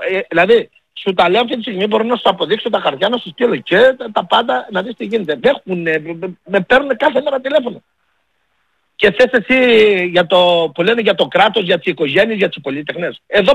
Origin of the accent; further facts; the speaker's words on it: Greece; επειδή εγώ είμαι Έλληνας, έχω πρόβλημα με τον τόπο μου, δεν δέχομαι τίποτα.